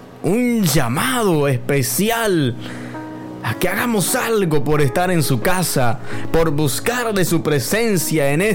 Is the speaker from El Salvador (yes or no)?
yes; El Salvador